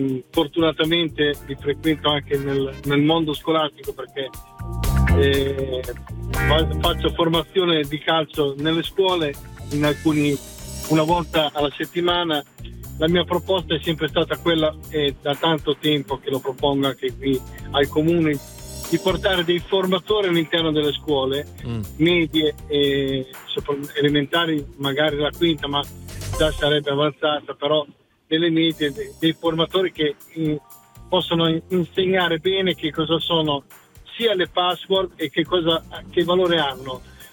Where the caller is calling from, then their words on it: Riccione, Emilia-Romagna, Italy; Dalla provincia di Rimini, sì? Precisamente Riccione